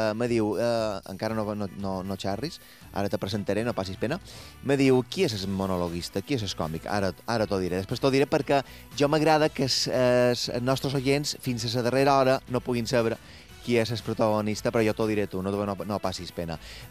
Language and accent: Catalan; Mallorca, Balearic Islands, Spain; Parlarem de com som els mallorquins i com hauríem de ser